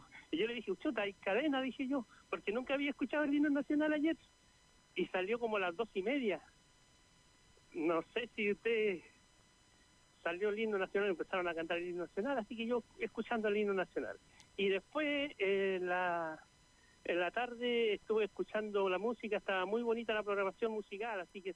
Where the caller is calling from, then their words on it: Concepción, Biobío, Chile; Lo llamo desde Concepción.